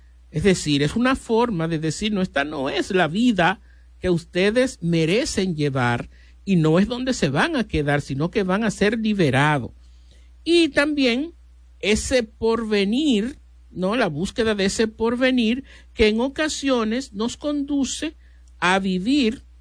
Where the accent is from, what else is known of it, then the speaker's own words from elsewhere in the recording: Dominican Republic; nosotros mismos también, como dominicanos